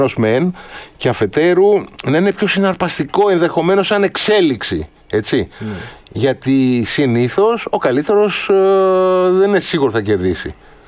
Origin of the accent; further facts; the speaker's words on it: Greece; σαν Έλληνας, όλοι οι Έλληνες είμαστε με το μέρος του αδύναμου.